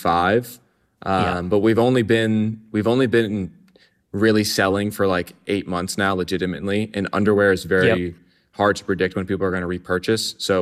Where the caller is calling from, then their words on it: Virginia, United States; I'm calling from Northern Virginia. I'm 25 years old